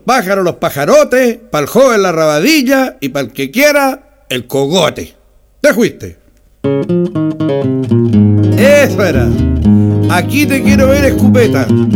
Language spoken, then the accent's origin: Spanish; southern Chile, Chile; pa' allá pa'l sur, mi tierra